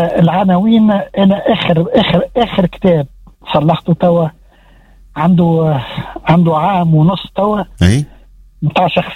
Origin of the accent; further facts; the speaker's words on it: Tunis, Tunis Governorate, Tunisia; born there; وانا احنا من مواليد 55 في نجل باشا، وكانت لي المكتبة الوطنية في العطارين معناتها قريبة.